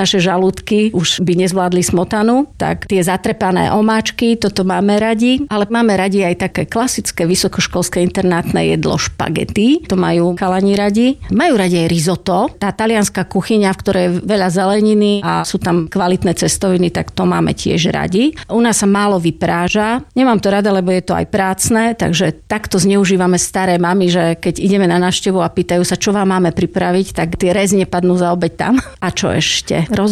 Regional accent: Slovakia; keďže ja pochádzam z juhu stredného Slovenska

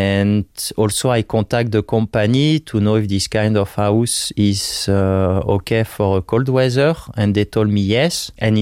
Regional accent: France; English is a second language; now in Zajeva, Slovakia; from France, and 4 years I'm in Slovakia.

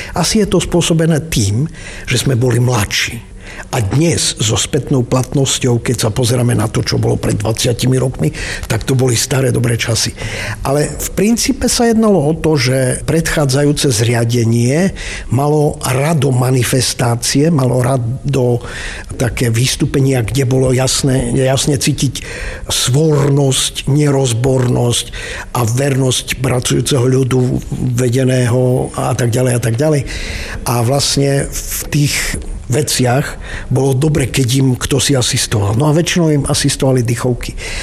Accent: Zemplín, Slovakia; now in Levoča, Slovakia; No ale nie som Levočan, ale som tu 40. rok. Títo spíšaci, lebo ja som Zemplínčan, tak títo spíšaci ma už prijali medzi seba.

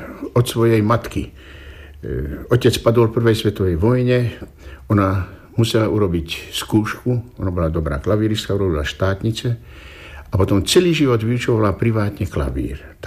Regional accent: Banská Bystrica, Banská Bystrica Region, Slovakia; ja som rodák z Banskej Bystrice

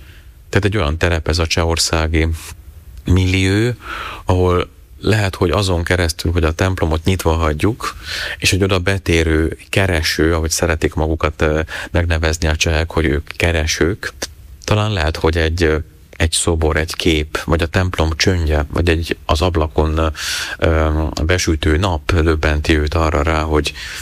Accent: Slovakia; moved away as an adult; now in Prague, Czechia; ezt nagyon nehéz volt nekem ipolymentiként úgy megértenem. Ahhoz voltam hozzászokva, tehát, hogy ott én ebben nevelkedtem, ezt éltem meg

